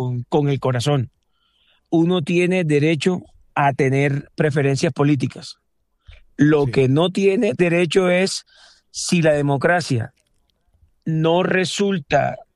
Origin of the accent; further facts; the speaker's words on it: Colombia; aquí vamos a tener que seguir siendo colombianos y tratar de construir una casa.